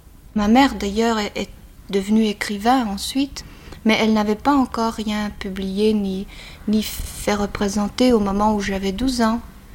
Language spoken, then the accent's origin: French; Flanders, Belgium; Oui, je suis flamande. Mes parents sont flamands.